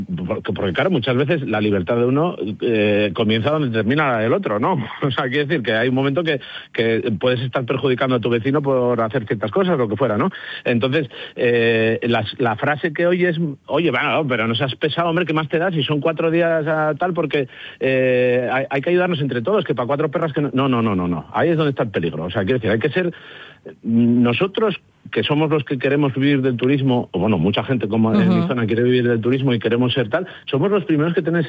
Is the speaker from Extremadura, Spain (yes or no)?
no; Asturias, Spain